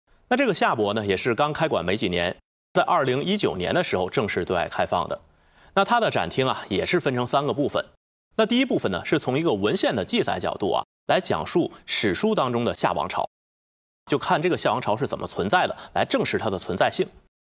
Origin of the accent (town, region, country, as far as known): China